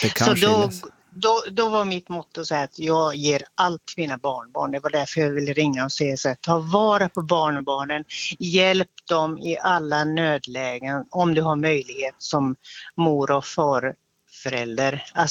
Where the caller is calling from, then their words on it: Finland; Jag kommer från Finland